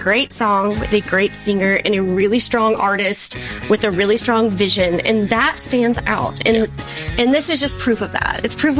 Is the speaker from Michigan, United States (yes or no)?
no; Texas, United States; I'm from Texas, and I just, you know, it was like one of those things where we just wrote this song we really loved